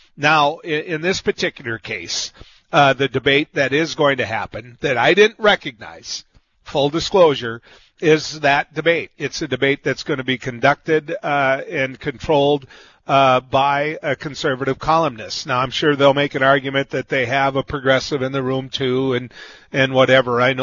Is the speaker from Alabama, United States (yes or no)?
no; North Dakota, United States; my home state, representing North Dakota.